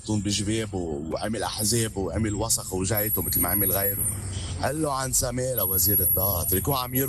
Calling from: Zahle, Beqaa, Lebanon

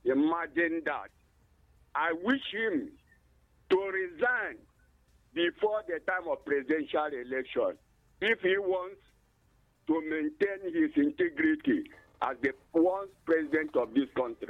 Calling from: Ebonyi, Nigeria; I'm calling from Isoko, my Onitsha, local government area of Ebonyi State.

